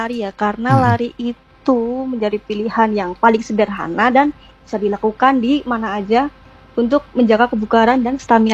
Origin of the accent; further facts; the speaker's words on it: Temanggung, Central Java, Indonesia; Saya kan orang Temanggung ya, jadi deket nih sama Sumbing.